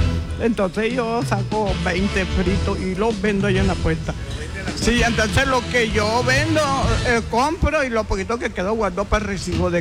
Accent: Viejo Bolívar, Bolívar, Colombia; Viejo Bolívar.

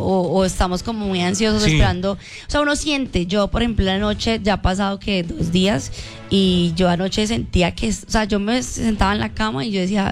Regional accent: Cali, Valle del Cauca, Colombia; como lo decías, es mi tierra, es Cali, sin embargo Manizales también ha sido un golpe fuerte.

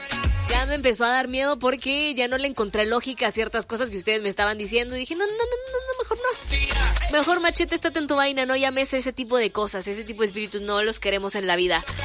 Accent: Guatemala

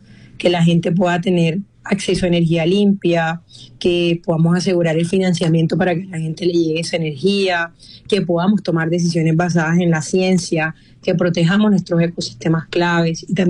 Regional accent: Colombia; como colombianos y colombianas

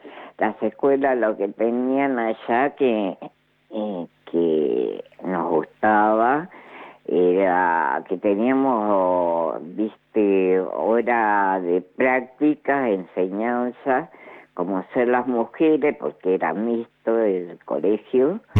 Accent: San Juan, Argentina; moved away; yo soy de San Juan

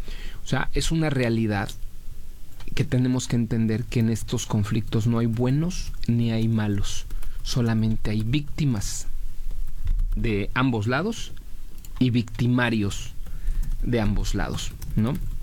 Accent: Mexico

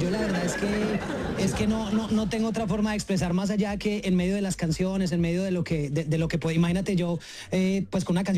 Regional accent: Colombia; Como buenos colombianos estamos acostumbrados a lucharla.

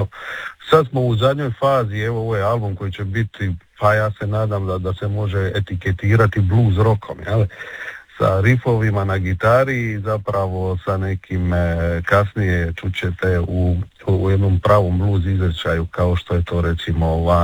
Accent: Dalmatia, Croatia; now in Zagreb, Croatia; ali svi smo u Zagrebu, evo, znači manje više svi Dalmatinci na privremenom radu u Zagrebu

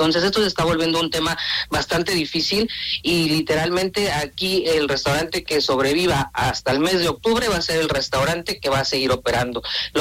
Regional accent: Oaxaca, Mexico; nosotros como oaxaqueños que estamos en pie, ¿no? De poder invertir en nuestro propio estado

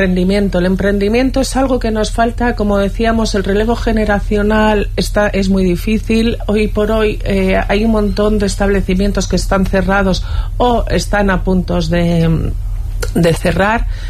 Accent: Zarautz, Basque Country, Spain; Soy de Zarauz.

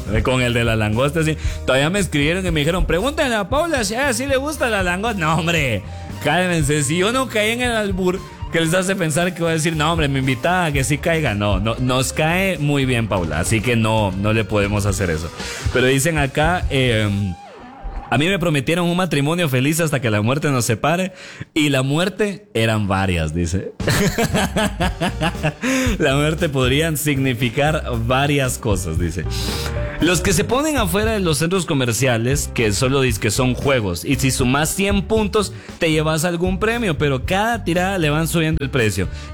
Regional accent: Guatemala; Y uno piensa lo peor, uno piensa lo peor como guatemalteco.

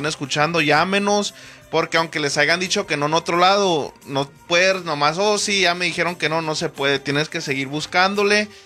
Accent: Mexico; diciendo como los mexicanos nunca nos rendimos, buscamos maneras

